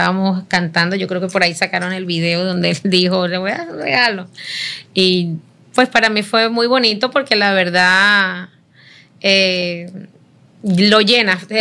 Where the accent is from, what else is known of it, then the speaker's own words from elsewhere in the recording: Colombia; trabajar acá en mi país.